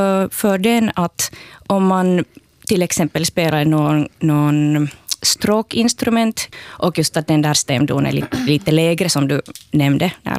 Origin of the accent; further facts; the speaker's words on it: Lahti, Päijänne Tavastia, Finland; born there; jag kommer från Lahtis